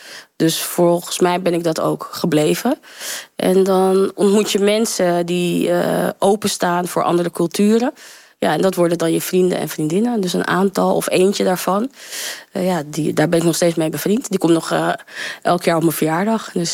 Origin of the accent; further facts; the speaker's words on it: Haarlem, North Holland, Netherlands; accent: Haarlem; also born or lived in Paramaribo, Suriname; En terechtgekomen in Haarlem-Schalkwijk. Dus ik ben opgegroeid in Haarlem.